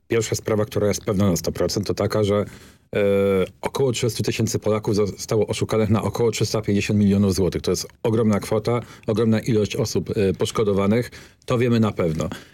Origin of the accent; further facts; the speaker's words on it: Sosnowiec, Silesian Voivodeship, Poland; ja jestem akurat z Sosnowca, obok Katowic